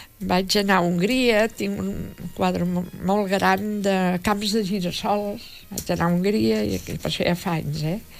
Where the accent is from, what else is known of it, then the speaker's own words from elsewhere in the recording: Rubí, Catalonia, Spain; jo sóc filla de Rubí